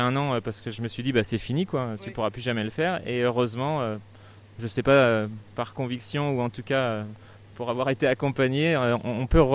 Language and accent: French; Auvergne-Rhône-Alpes, France; Chez nous en Auvergne, partout où il y a de l'eau, on fait de l'élevage de truites.